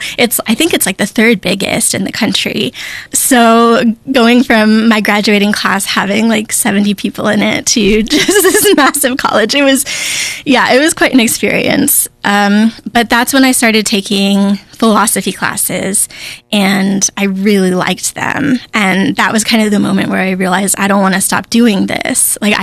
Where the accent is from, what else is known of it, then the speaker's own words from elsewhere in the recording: Daytona Beach, Florida, United States; I grew up in Florida in the Daytona Beach area, and it was a very touristy, like beachy area.